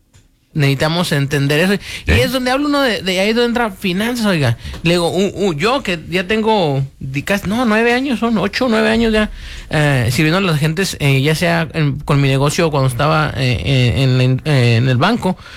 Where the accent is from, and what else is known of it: Mexico